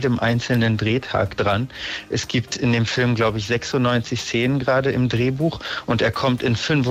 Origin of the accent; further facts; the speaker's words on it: Mecklenburg-Vorpommern, Germany; Ich bin selber aus Mecklenburg-Vorpommern, aus der Mecklenburgischen Seenplatte allerdings.